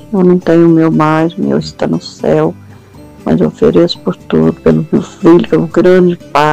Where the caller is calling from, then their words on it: Brazil; Sou aqui de Urupi.